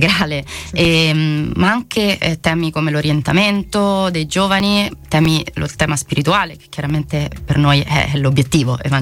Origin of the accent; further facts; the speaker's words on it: Rome, Lazio, Italy; Io sono di Roma.